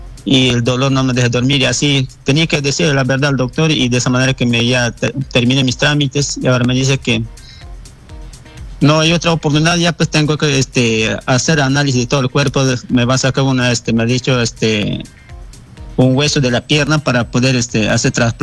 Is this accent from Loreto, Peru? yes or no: yes; Punchana district, Loreto, Peru; yo soy natural de Nuevo Paraíso, Quebra Polo, Río Momón, pertenece al distrito de Punchana.